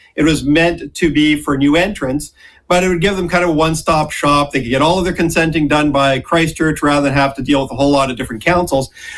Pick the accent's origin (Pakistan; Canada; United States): Canada; hey, I'm Canadian still, that food isn't all that confusing for a New Zealander.